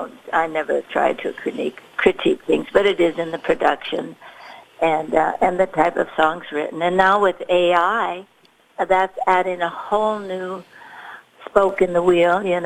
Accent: Minnesota, United States; also born or lived in Fargo area; now in Nashville, United States; I grew up in Minnesota and in the Fargo area, and of course, I traveled a lot as I was young

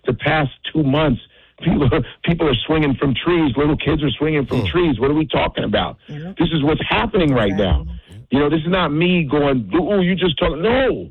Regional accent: Nebraska, United States; born there; I'm Nigerian American, but I was born here. I was born in Nebraska, bruh.

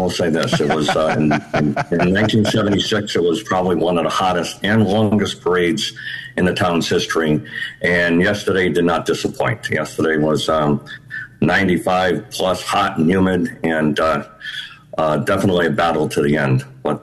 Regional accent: Bristol, Rhode Island, United States; I was 15 years old, and I was in a small marching band from my hometown.

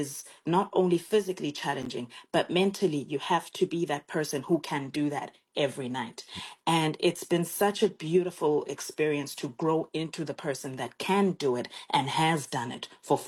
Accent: South Africa; first language Xhosa; English is a second language; So I speak, my native language is Xhosa, the same language that was spoken by Nelson Mandela … …

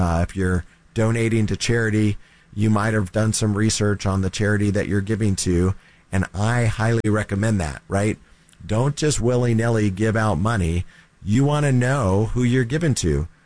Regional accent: Texas, United States; moved away as an adult; now in San Antonio, United States; I grew up in North Texas and worked for the North Texas Food Bank in the Dallas-Fort Worth area for many years.

